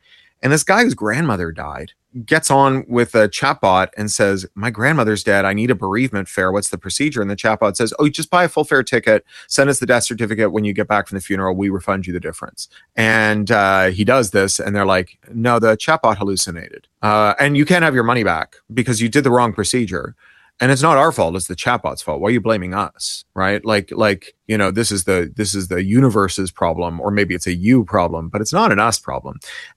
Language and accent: English; Canada; born or raised there